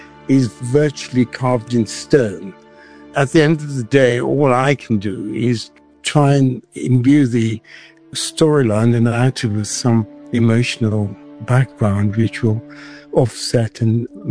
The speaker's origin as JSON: {"language": "English", "town": "Cape Town", "region": "Western Cape", "country": "South Africa", "tie": "born or raised there", "said": "I was born in Cape Town, in District 6, attended primary and high school there up to the age of 17, and then I got a scholarship to the R"}